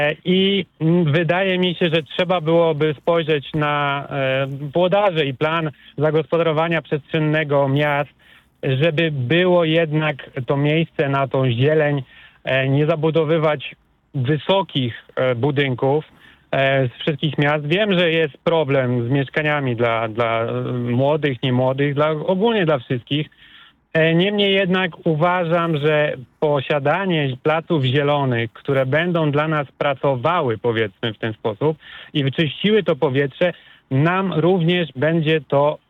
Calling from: Tricity, Pomeranian Voivodeship, Poland; U nas w Trójmieście

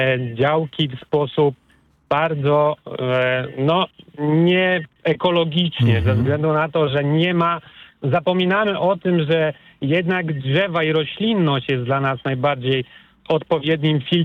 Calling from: Tricity, Pomeranian Voivodeship, Poland; U nas w Trójmieście

